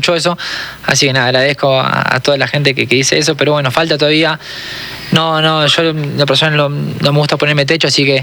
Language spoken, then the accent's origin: Spanish; Argentina; now in Ecuador; tanto acá como en mi país. En Argentina también es muy difícil todo lo que es entrada.